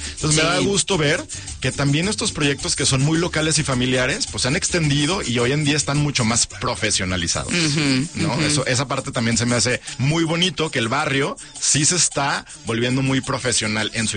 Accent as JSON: {"language": "Spanish", "country": "Mexico"}